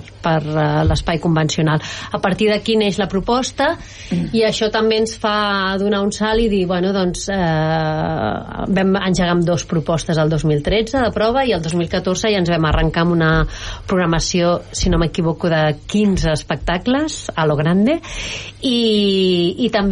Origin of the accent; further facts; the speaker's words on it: Barcelona, Catalonia, Spain; com a barcelonins també, i això ja venia de més enrere, anàvem veient que els terrats anaven quedant tancats